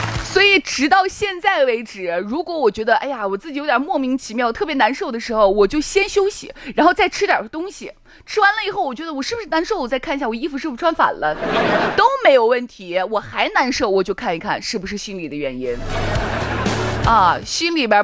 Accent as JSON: {"language": "Chinese", "country": "China", "said": "我们中国人"}